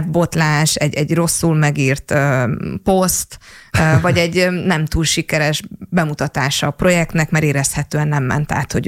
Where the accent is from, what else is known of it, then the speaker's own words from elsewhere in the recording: Hungary; én magam is vidékiként ingázok a fővárosba